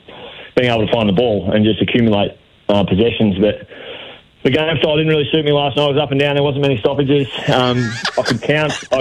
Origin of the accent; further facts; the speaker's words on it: Shepparton, Victoria, Australia; I'm from Shepparton originally, played 4 games up in Shep for my junior club